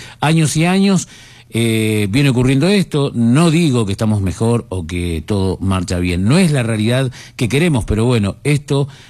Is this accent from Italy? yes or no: no; Buenos Aires, Argentina; nací, crecí en Buenos Aires, trabajé gran parte de mi vida en Cava y la pobreza la vi siempre